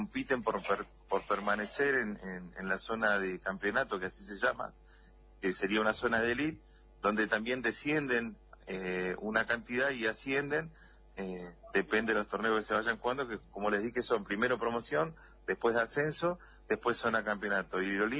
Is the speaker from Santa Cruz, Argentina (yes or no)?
yes; Santa Cruz, Argentina; Nosotros somos orgullosos de nuestra cuenca